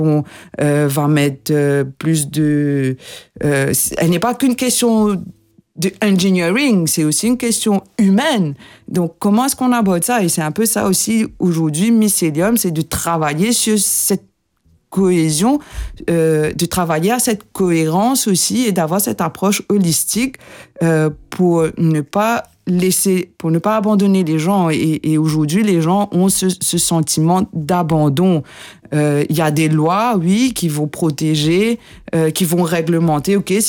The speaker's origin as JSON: {"language": "French", "country": "Mauritius", "said": "en tant que peuple, en tant que Mauricien"}